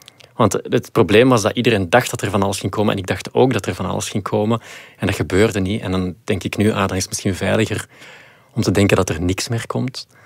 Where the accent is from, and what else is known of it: Flanders, Belgium